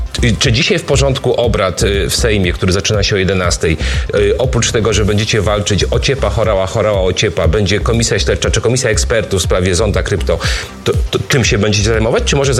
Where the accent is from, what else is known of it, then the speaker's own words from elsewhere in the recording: Sanok, Subcarpathian Voivodeship, Poland; born there; Panie pośle, ja urodziłem się w Sanoku na Podkarpaciu